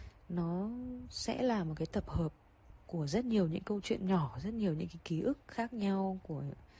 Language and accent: Vietnamese; Hanoi, Vietnam; Em thì em sinh ra và lớn lên ở Hà Nội.